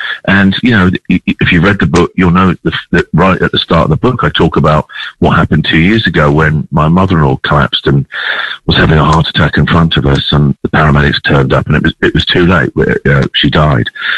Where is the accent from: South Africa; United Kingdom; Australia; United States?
United Kingdom; England; moved away; I'm an English guy, the other side of the world.